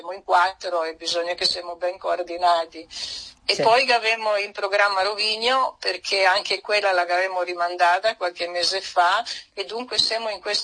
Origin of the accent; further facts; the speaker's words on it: Vodnjan, Istria County, Croatia; crescendo a Dignano con questa visibilità del dignanese che era ancora presente nella generazione dei miei nonni